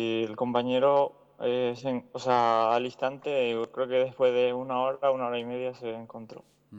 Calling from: Spain; No, yo vivo en España

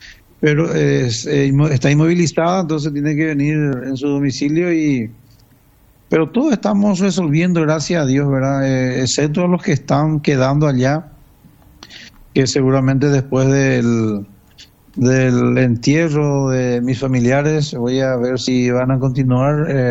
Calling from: Colonia Independencia, Guairá, Paraguay; nosotros somos de Colonia Independencia. Vivimos acá a orillas del Cerro de Uturuzú

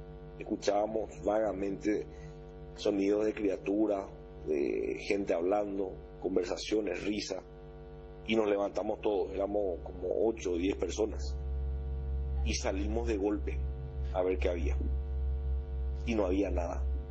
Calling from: Asunción, Paraguay; siendo citadino, siendo asunceno.

